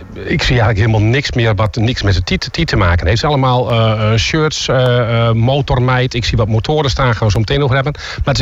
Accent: Hooghalen, Drenthe, Netherlands; wij zijn dorpsgenoten. We komen allebei uit Ooghalen.

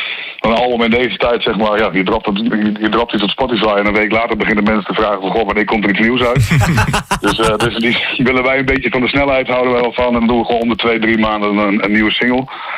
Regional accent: Rolde, Drenthe, Netherlands; now in Assen, Netherlands; Mijn Drentse roots gaan eigenlijk wel heel ver. Want ik ben in Assen geboren en in Rolde getogen, zeg ik altijd.

